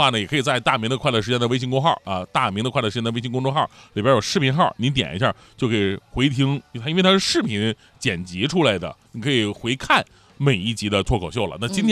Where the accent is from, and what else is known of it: Northeast China, China